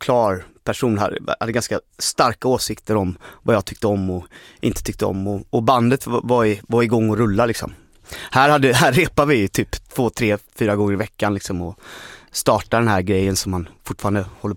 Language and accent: Swedish; Gothenburg, Västra Götaland County, Sweden; vi startade liksom det här bandet jag kommer från … Göteborg, startade vi när vi var 12-13 år